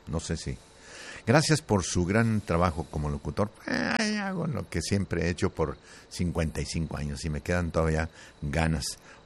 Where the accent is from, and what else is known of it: Mexico